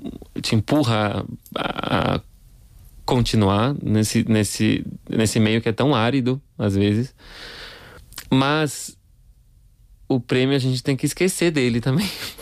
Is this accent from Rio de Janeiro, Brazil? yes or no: no; Rio Grande do Sul, Brazil; eu sou do Rio Grande do Sul, né?